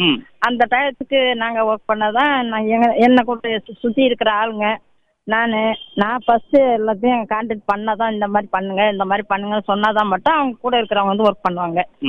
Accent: Kallathur, Tamil Nadu, India; born there; moved away as an adult; 30 வருஷத்துக்கு மேல ஆகும். கல்யாணம் பண்ண ஊர் இது. நான் பிறந்த ஊர் வந்து கல்லாத்தூர்.

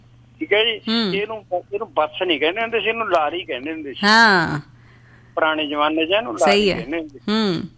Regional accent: Ghariana, Punjab, India; ਆਰਨਾ university ਬਠਿੰਡੇ ਤੋਂ ਬੋਲਦਾ। ਮੇਰਾ ਪਿੰਡ ਘੜਿਆਣਾ ਜੀ

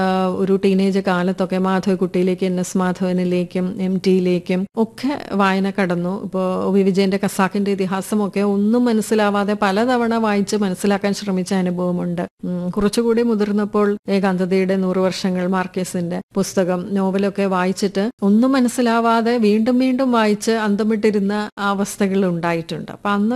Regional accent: Kulathupuzha, Kerala, India; moved away as an adult; also born or lived in Vellayani; now in Dubai, United Arab Emirates; എന്റെ കുട്ടിക്കാലം, ഞാൻ ജനിച്ച് വളർന്നത് കുളത്തുപ്പുഴ എന്ന് പറയുന്ന തെന്മലയ്ക്കടുത്തുള്ള തമിഴ്നാട് ബോർഡറായിട്ടുള്ള ഒരു പ്രദേശത്തായിരുന്നു. അപ്പൊ അത് മലകളും കുന്നുകളും പുഴകളും ഒക്കെയുള്ള ഒരു ഗ്രാമാന്തരീക്ഷമുള്ള ഒരു സ്ഥലമായിരുന്നു.

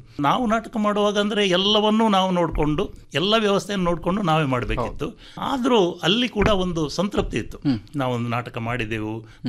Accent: Mallur, Karnataka, India; born there

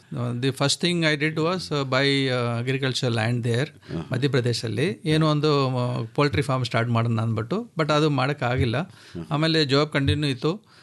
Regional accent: Kozhikode, Kerala, India; born there; moved away as an adult; also born or lived in Madhya Pradesh; now in Mysore, India; Birth place ಬಂದು ಕಾಲಿಕಟ್ ಕೇರಳ. ಆವಾಗ higher ಎಜುಕೇಷನ್ಗೆ ಮಧ್ಯಪ್ರದೇಶಕ್ಕೆ ಹೋಗಿದ್ದು.

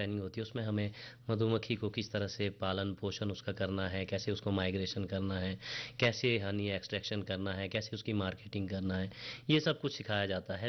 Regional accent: Rohru, Himachal Pradesh, India; और मैं रोहड़ू का रहने वाला हूँ

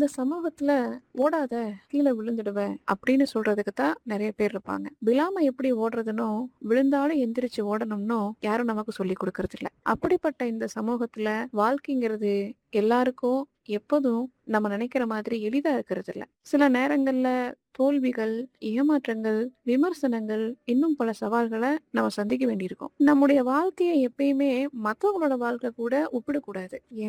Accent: Rettiyapatti, Tamil Nadu, India; நான் பிறந்து வளர்ந்தது எல்லாமே திண்டுக்கல் மாவட்டம் ஒட்டஞ்சத்திரம் வட்டம் ரெட்டியபட்டிங்கிற ஒரு கிராமத்துலதான். என்னுடைய குடும்பம் ஒரு விவசாய குடும்பம்

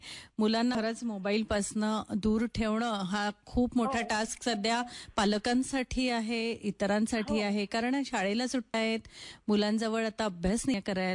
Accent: Chandrapur, Maharashtra, India; अगदी याप्रमाणे आम्ही सगळे चंद्रपूरकर आहे ना, पाऊस कधी पडेल याची वाट बघतो.

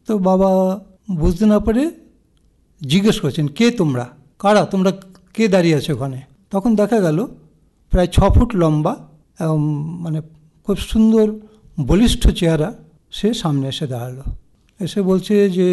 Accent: Kolkata, West Bengal, India; also born or lived in Dum Dum / Faridpur, Bangladesh (family origin); আমার জন্ম কলকাতার কাকুরগাছিতে, 13 জানুয়ারি 1956। এখন যেখানে ডক্টর বিধানচন্দ্র শিশু হসপিটাল আছে, একদম ওর খুব কাছেই ছিল যেখানে জন্ম হয়েছে সেই জায়গাটা।

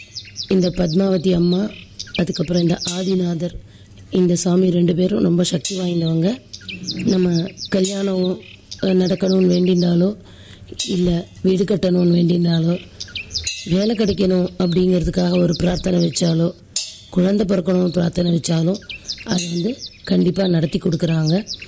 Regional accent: Tamil Nadu, India; moved away; இது என் சொந்த ஊர். பட் நான் இங்கே வந்து ரொம்ப நாள் ஆச்சு. இப்போ எங்கள் குடும்பத்தோடு இங்கே வந்திருக்கோம்.

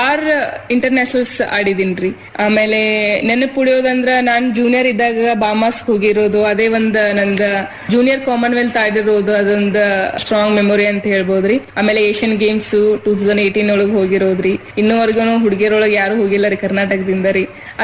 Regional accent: Karnataka, India; ನಮ್ಮ ಊರಿಂದ ಜಮಖಂಡಿ 15 ಕಿಲೋಮೀಟರ್ ಅಷ್ಟೇ ರೀ.

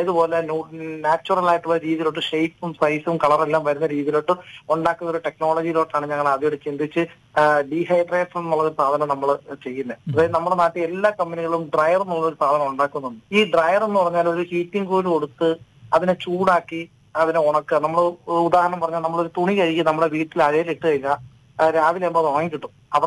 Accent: Kanjikuzhi, Kerala, India; born there; നമ്മുടെ നാട്ടിലൊക്കെ ആലപ്പുഴ കഞ്ഞിക്കുഴി അറിയാവുന്ന ഒരു ഏരിയയാണല്ലോ ഏറ്റവും കൂടുതൽ അഗ്രികൾച്ചർ ആൾക്കാരുള്ള ഏരിയയാണ് കഞ്ഞിക്കുഴി.

